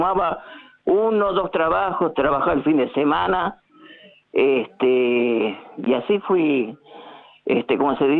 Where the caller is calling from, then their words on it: Castelar, Buenos Aires Province, Argentina; Estoy en la zona de Castelar